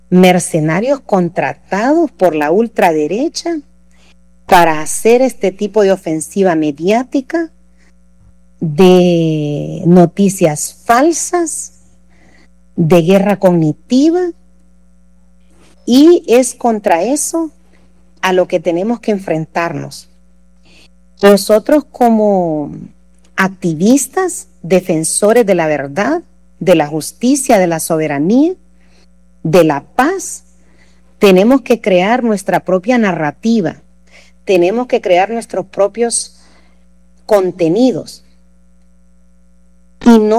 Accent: Venezuela

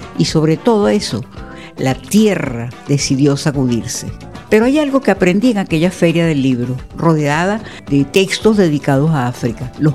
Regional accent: Venezuela

